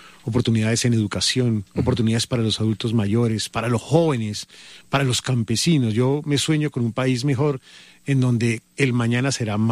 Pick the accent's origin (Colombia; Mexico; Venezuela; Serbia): Colombia; Yo por eso digo que soy un bogoteño, bogotano y antioqueño.